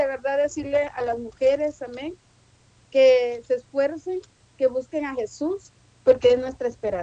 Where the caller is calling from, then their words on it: Guatemala; Yo soy de Guatemala